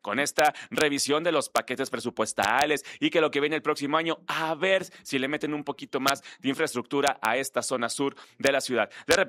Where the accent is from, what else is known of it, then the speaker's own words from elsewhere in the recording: Mexico; somos mexicanos